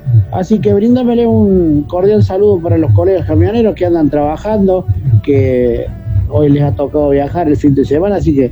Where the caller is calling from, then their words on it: Piquillín, Córdoba, Argentina; de Piquillín.